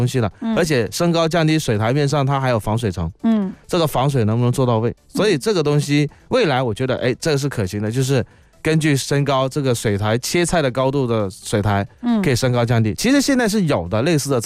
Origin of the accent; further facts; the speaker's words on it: Guangzhou, Guangdong, China; 就我们广州人以前都是南方小土豆嘛，对，小南方小土豆